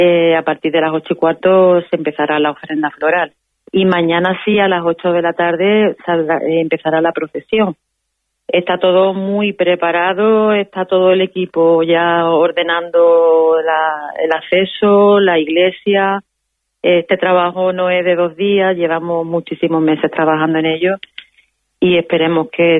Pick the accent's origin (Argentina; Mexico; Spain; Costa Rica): Spain; Ceuta